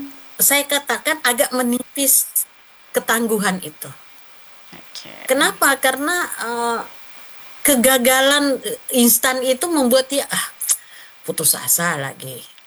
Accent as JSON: {"language": "Indonesian", "region": "South Sulawesi", "country": "Indonesia", "said": "sebagai generasi masyarakat Bugis dan Makassar."}